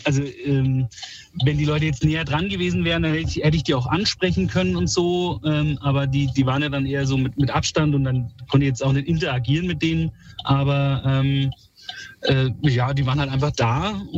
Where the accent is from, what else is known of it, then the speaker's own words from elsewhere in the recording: Bayreuth, Bavaria, Germany; Ich habe das in Bayreuth gemacht, das ist meine Heimatstadt.